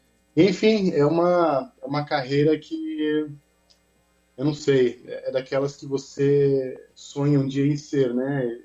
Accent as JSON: {"language": "Portuguese", "town": "Blumenau", "region": "Santa Catarina", "country": "Brazil", "tie": "born or raised there", "said": "Eu sou natural de Blumenau. Vivo aqui até hoje, né?"}